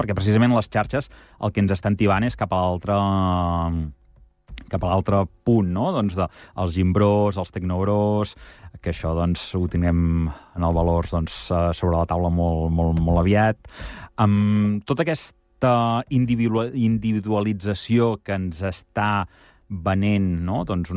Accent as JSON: {"language": "Catalan", "town": "Igualada", "region": "Catalonia", "country": "Spain", "said": "jo sóc d'Igualada"}